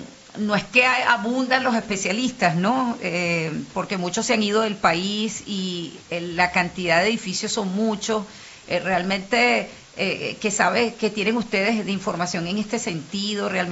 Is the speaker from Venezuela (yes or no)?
yes; Venezuela